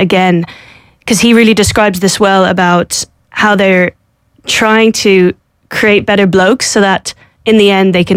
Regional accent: Ireland

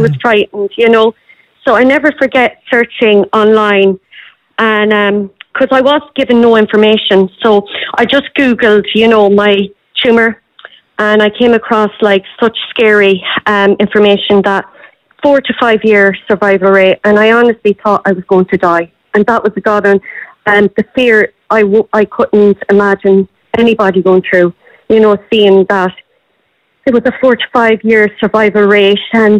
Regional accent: Crossmolina, Connacht, Ireland; I'm 29 years old and I'm from Crossmarnock, County Mayo.

